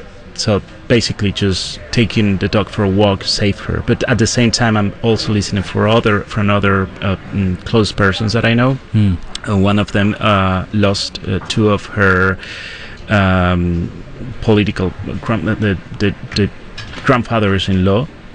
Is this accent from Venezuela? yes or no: yes; Caracas, Capital District, Venezuela; moved away; I've been chatting to some neighbors in my area, in my hometown, which is southwest Caracas.